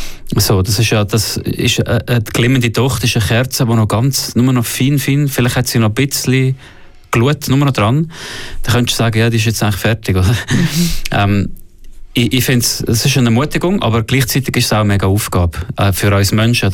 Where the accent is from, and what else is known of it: Switzerland